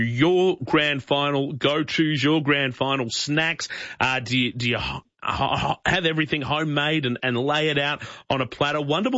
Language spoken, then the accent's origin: English; Waurn Ponds, Victoria, Australia; I grew up down in Warren Ponds, and once upon a time it was just a supermarket, and then everyone got excited when the cinemas arrived, then everyone got excited when a Target arrived. Now you don't even have to go into Geelong.